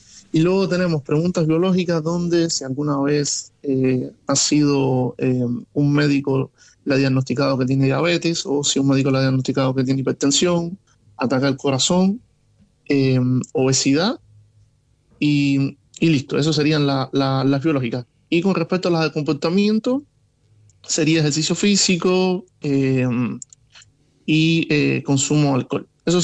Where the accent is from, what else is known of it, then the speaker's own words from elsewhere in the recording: Cuba; now in Chile; Yo no soy chileno, yo soy cubano. Chile, radico en Chile, pero soy cubano.